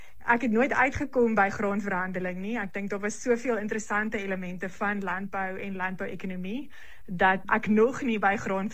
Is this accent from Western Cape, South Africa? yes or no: no; Pretoria, Gauteng, South Africa; ek is 'n stadsmeisie. Ek het in Pretoria Oos groot geword. Ek was in Menlo Park Hoërskool gewees